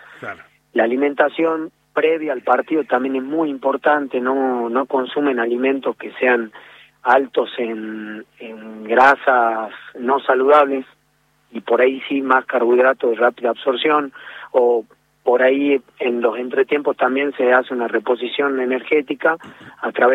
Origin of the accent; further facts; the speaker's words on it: Argentina; Nosotros como argentinos lo vivimos